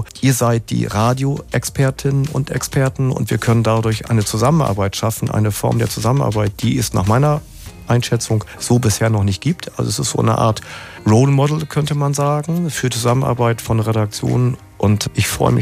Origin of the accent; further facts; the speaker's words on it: Northern Germany, Germany; born there; now in Hagen, Germany; ich komme ja aus Norddeutschland. Die Stadt, in der ich geboren bin, ist jetzt auch nicht auf Rosen gebettet.